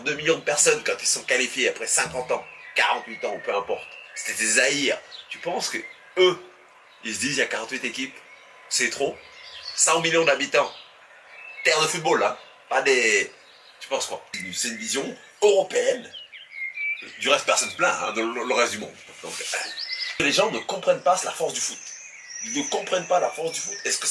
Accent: Cape Verde; Tu penses que chez nous, au Cap-Vert, ça leur touche qu'il y a 48 équipes?

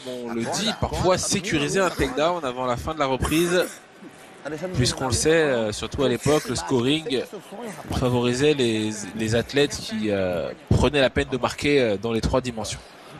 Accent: France; Alors que chez nous en France

